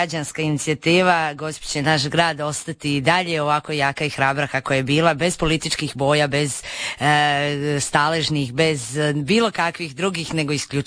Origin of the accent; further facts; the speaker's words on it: Lika-Senj County, Croatia; born there; Ne damo mi svoju Liku, ja sam rođena Ličanka, moram naglasiti